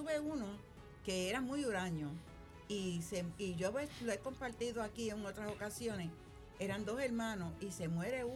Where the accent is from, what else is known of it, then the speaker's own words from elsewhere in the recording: Puerto Rico; los boricuas somos tan besucones